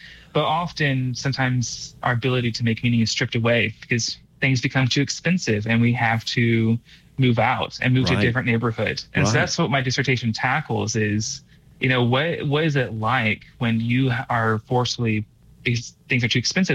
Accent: Austin, Texas, United States; So I grew up around Austin. So music has always been part of my life.

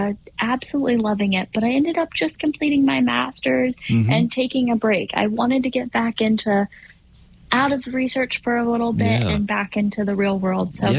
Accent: the South, United States; which as a Southerner, that was a little tough for me to get used

